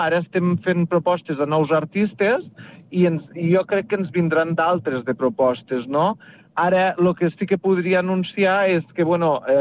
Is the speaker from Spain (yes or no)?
yes; Mollerussa, Catalonia, Spain; trobo que és el meu poble i jo tinc molta estima al meu poble i a la meva gent i a la meva terra d'aquí